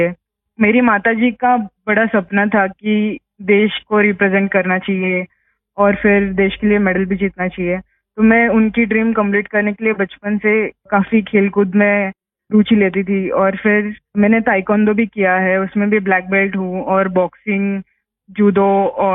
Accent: Kolhapur, Maharashtra, India; Sir मैं proper Kolhapur Maharashtra से हूँ।

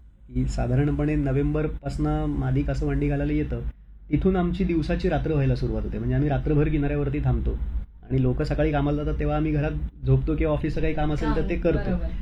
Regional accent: Mumbai, Maharashtra, India; moved away as an adult; now in Velas, India; लहानपणापासून पाहिलेली मुंबई मग वाढलेली गर्दी ह्याला मी कंटाळलो आणि मग मुंबई सोडायचं ठरवलं. रत्नागिरी जिल्ह्यात मंडणगड तालुक्यात वेळास माझं गाव आहे तिथे शेतीवाडी आहे

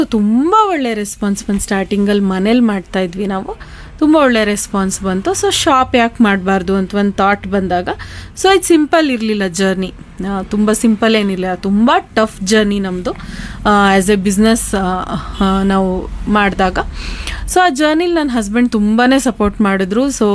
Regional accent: Balagodu, Karnataka, India; also born or lived in Sagar / Shivamogga; ನಾನು ಹುಟ್ಟಿ ಬೆಳೆದಿದ್ದು ಬಾಳ್ಗೋಡು ಅಂತ, ಸಾಗರ ತಾಲೂಕಲ್ಲಿ ಒಂದು ಪುಟ್ಟಹಳ್ಳಿ ಅಂತಲೇ ಹೇಳ್ಬೋದು. ಸೊ ನಾವು ಎಜುಕೇಷನ್ ಸ್ಟಾರ್ಟ್ ಮಾಡಿದಾಗ ಅಲ್ಲಿ ಎಜುಕೇಷನಿಗೆ ತುಂಬ ಇಂಪಾರ್ಟೆನ್ಸ್ ಕೊಟ್ಟಿರೋಂಥ ವಾತಾವರಣ ಏನಿರಲಿಲ್ಲ.

